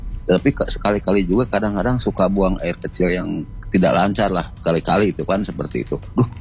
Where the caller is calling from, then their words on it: Bandung, West Java, Indonesia; Saya dari Bandung Timur, Pak, di sini ya.